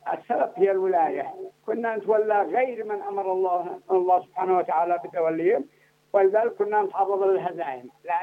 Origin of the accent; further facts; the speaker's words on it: Yemen; عندنا في اليمن